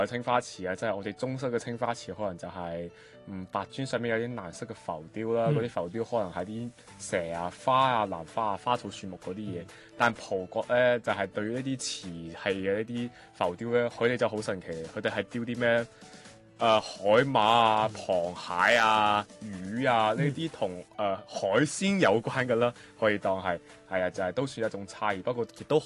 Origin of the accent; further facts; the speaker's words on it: Macau; moved away as an adult; 我身为一个澳门人，我在澳门生活了18年